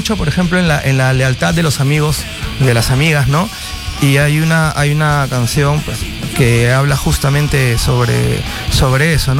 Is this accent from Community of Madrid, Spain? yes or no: yes; Bustarviejo, Community of Madrid, Spain; moved away; No, wow, sé si llegue esto a alguien de Bustarviejo, pero a mi pueblo querido de Bustarviejo, muchos, muchos saludos.